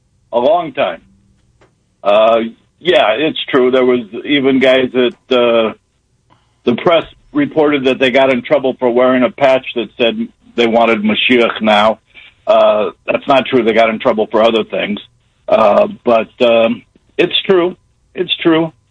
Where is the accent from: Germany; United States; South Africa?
United States; I'm an American. But you know what? I'm a hybrid.